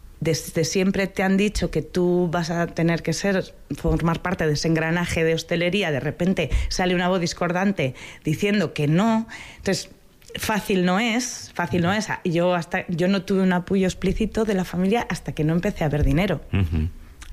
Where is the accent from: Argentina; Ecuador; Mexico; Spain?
Spain; Sopelana, Basque Country; born there; los recuerdos que más me vienen son recuerdos de tranquilidad, de un sitio pues alejado del centro de Sopelana